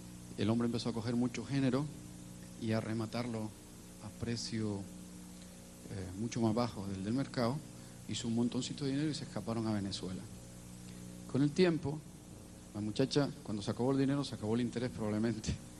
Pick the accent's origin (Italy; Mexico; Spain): Spain; Canary Islands; moved away as an adult; de un pueblo cercano al mío, en Gran Canaria